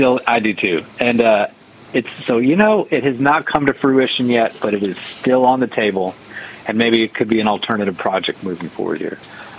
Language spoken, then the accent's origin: English; Bridgman, Michigan, United States; growing up in Bridgman, Michigan